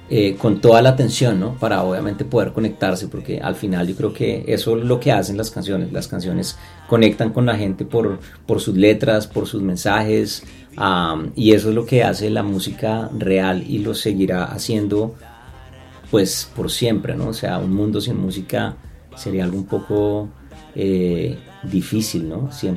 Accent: Colombia; now in United States; Colombia claramente somos uno de los, digamos, de los países que tenemos más visibilidad

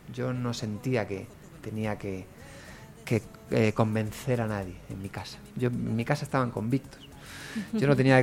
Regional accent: Colombia; Yo soy colombiano, parcero. Soy un poco parcero, pero rolo como tal, no, yo soy de todas partes. Yo soy paisa, yo soy rolo, yo soy costeño.

